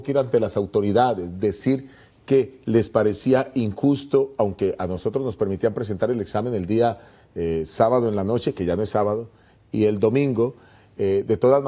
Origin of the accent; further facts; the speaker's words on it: Colombia; now in United States; Yo recuerdo que por lo menos en mi país es Colombia